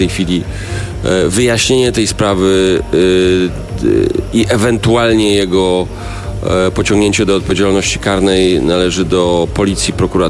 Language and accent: Polish; Greater Poland Voivodeship, Poland; Ja jestem Wielkopolaninem, chociaż on sam jest z Łódzkiego.